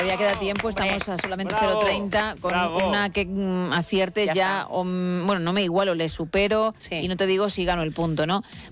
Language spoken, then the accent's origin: Spanish; Madrid, Community of Madrid, Spain; born there; No, nací en Madrid.